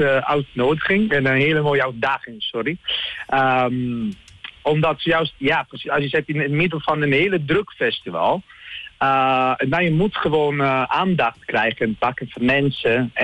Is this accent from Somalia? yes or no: no; Italy; Dutch is a second language; now in Netherlands; Voor mij, ik kom zelf uit Italië. Ik ben niet Nederlands, ik ben Italiaans zelf.